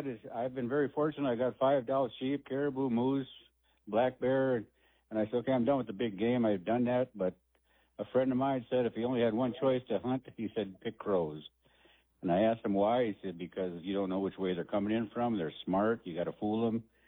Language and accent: English; Wisconsin, United States; I was raised in Wisconsin